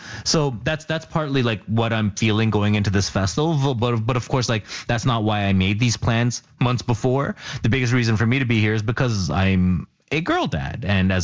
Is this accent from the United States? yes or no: no; Canada; what a time to be in the U.S. as a Canadian